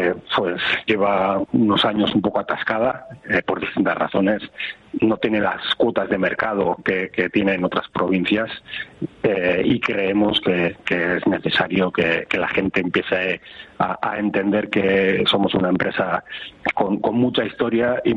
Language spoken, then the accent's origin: Spanish; Basque Country, Spain; el personal que lidera el proyecto, partiendo de mí y del resto del personal, somos todos de Euskadi.